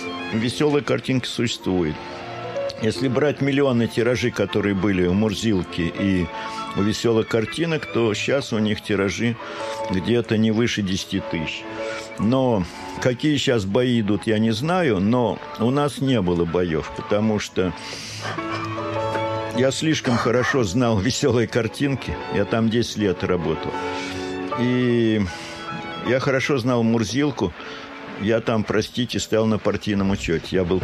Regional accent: Russia; moved away as an adult; also born or lived in France; хотя я по кровям очень сложный человек, но я русский.

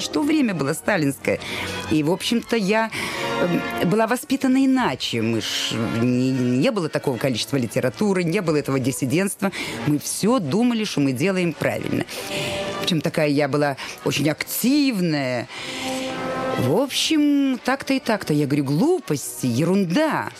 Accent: Kyiv, Ukraine; Мой первый муж, он был москвич, а я киевлянка. Я училась в Киевском театральном институте имени Карпенко-Карова.

